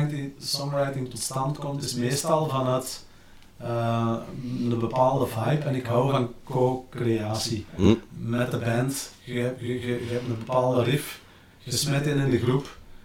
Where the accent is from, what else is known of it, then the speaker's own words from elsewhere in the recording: Belgium; accent: Kempen; Oh, het ding is, ik ben een Kempenaar, dus als ik het Nederlands moet zingen, dan gaat belachelijk worden.